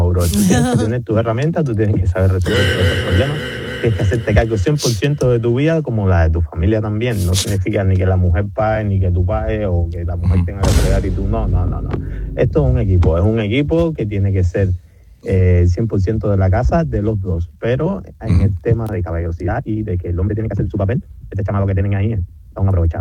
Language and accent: Spanish; Cuba; Yo tengo 31 años, soy de Cuba. Tengo mi propio negocio y en este país he aprendido desde hablar inglés hasta hacer de todo.